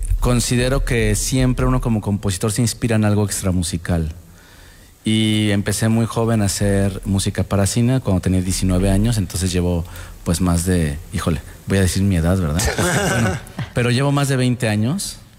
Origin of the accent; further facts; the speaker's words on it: Mexico; moved away; yo empecé a estudiar guitarra clásica en mi país